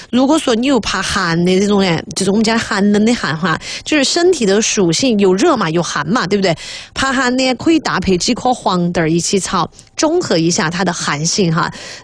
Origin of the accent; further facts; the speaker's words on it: Sichuan, China; 我们四川人爱咋子？爱宵夜，爱吃夜宵